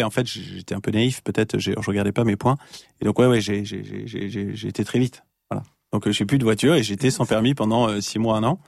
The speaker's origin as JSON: {"language": "French", "region": "Auvergne-Rhône-Alpes", "country": "France", "said": "parce que on est aussi de la Savoie. Et donc, en Savoie, j'ai toujours abattu des arbres, les pins principalement."}